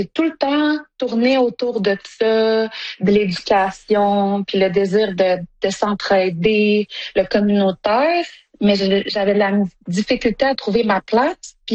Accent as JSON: {"language": "French", "town": "Sept-Îles", "region": "Quebec", "country": "Canada", "tie": "born or raised there", "moved": "as an adult"}